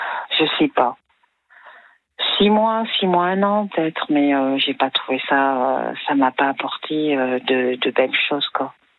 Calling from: Clermont-Ferrand, Auvergne-Rhône-Alpes, France; je suis à Clermont-Ferrand, moi.

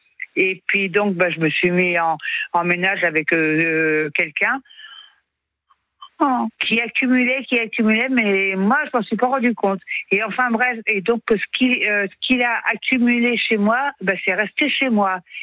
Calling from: Nantes, Pays de la Loire, France; moi j'ai 59 et moi j'habite à Nantes.

